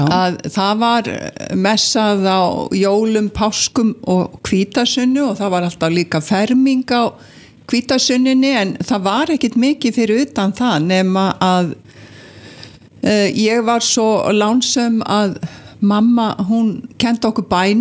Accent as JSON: {"language": "Icelandic", "area": "Skagafjörður", "region": "Northwestern Region", "country": "Iceland", "tie": "born or raised there", "also_born_or_lived": "Sauðárkrókur", "said": "ég fætt á Sauðakrók og ólst upp í Skagafirðinum sem barn og unglingur og bara með mínu fólki, stórum systkinahóp og afi og amma á næsta bæ."}